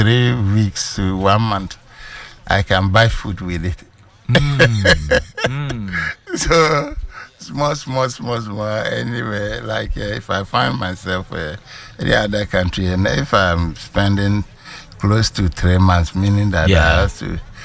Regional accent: Mampong, Ashanti, Ghana; also born or lived in Agona Swedru, Central Region; I grew up in Asante region, Asante Mampong.

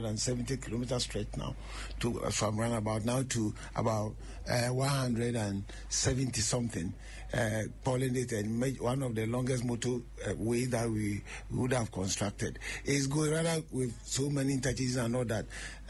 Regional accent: Ashanti, Ghana; When I'm going to my hometown in Sechekwamai, when I'm on the NCs and I get to Nkoko, I'll just fly, drive over to Mpraiso, get to Adosso, and there will be a 3.6 kilometer stretch of a bridge to link me up to Agogo.

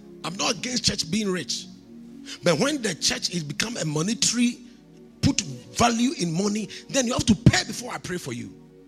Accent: Kumasi, Ashanti, Ghana; I come from Kumasi.

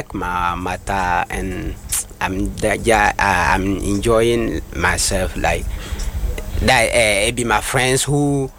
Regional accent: Tatale, Northern Region, Ghana; English is a second language; I came from Tatali North.

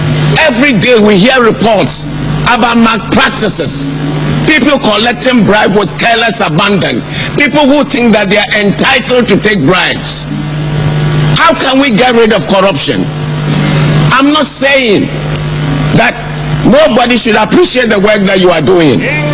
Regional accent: Ghana; we are Ghanaian citizens

